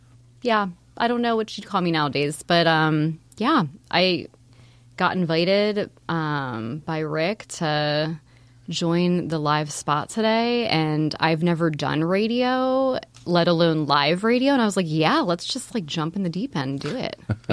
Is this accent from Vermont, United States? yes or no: no; Lancaster, Pennsylvania, United States; I born and raised in Lancaster, Pennsylvania. So for those who don't know where that is, it's kind of south central towards the east side of Pennsylvania.